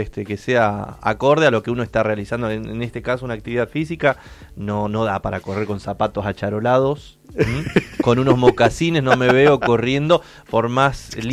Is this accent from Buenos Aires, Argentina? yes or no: no; Cipolletti, Río Negro, Argentina; Yo soy patagónico, yo soy de Cipolletti, mi familia materna es chipoleña.